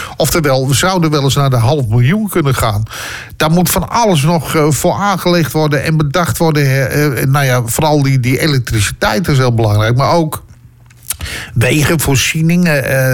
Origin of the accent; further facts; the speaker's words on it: Utrecht, Netherlands; Ik ben een geboren Utrechter. Ik ben geboren in het Ooievaartje en ik woon mijn hele leven al in Utrecht.